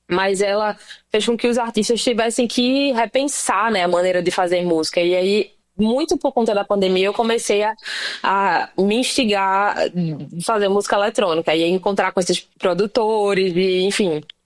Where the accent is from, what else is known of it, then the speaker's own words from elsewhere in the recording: Pernambuco, Brazil; now in Recife, Brazil; eu sou preta, sou nordestina, eu sou mãe, eu sou artista, eu sou bissexual.